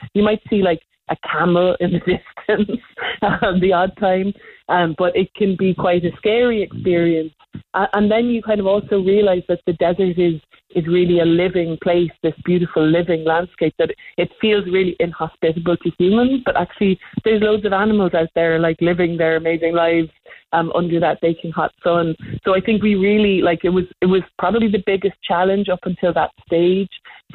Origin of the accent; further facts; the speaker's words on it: Ireland; we're Irish